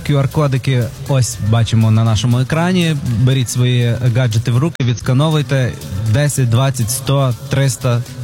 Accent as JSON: {"language": "Ukrainian", "town": "Ivano-Frankivsk", "region": "Ivano-Frankivsk Oblast", "country": "Ukraine", "said": "Я з Франківська"}